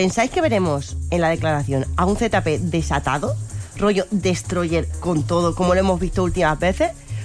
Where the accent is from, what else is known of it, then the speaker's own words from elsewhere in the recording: Region of Murcia, Spain; soy de Murcia y soy de Celías.